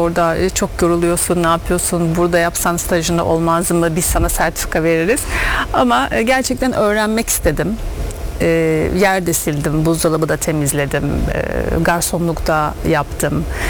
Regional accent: Istanbul, Turkey; born there; İstanbul doğumluyum.

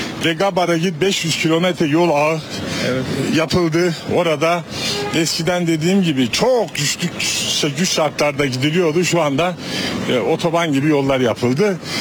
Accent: Şırnak, Şırnak Province, Turkey; Siyah ve beyaz kadar farklı. Bak ne kadar güzel memleketim ya.

